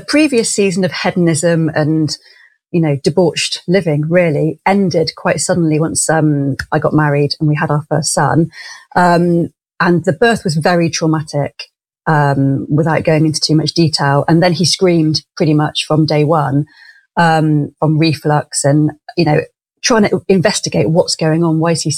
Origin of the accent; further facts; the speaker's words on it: Clevedon, South West England, United Kingdom; also born or lived in Bristol; now in Stroud, United Kingdom; So I grew up in Clevedon, which is a seaside Victorian town between Weston-super-Mare and Bristol. And I lived there till I was 17, then moved to the nearest city, Bristol.